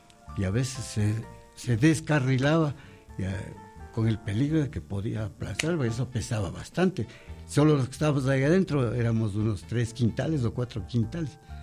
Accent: Quito, Pichincha, Ecuador; nací y viví en San Marcos.

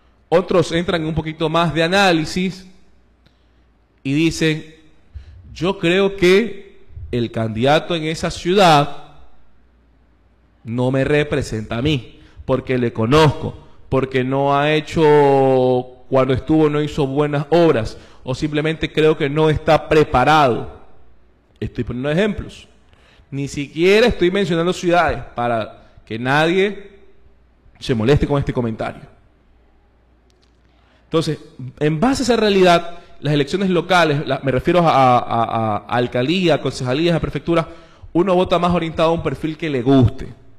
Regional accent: Santa Ana, Manabí, Ecuador; now in Manta, Ecuador; Porque resulta que yo vivo en Manta, pero le escuché, perdón, yo soy de Santana y le escuché al Mashi que en Manta voten por el 72.

